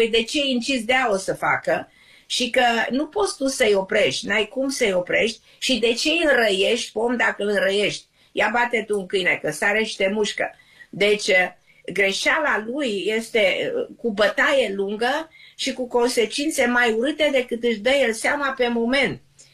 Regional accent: Romania; Eu privesc lucrurile ca cetățean american și ca român

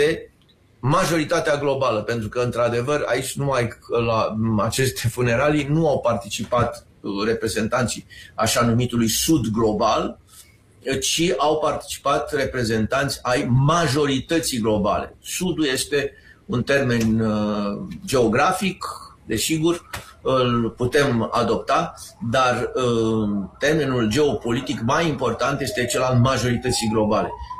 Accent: Romania; și noi ca români

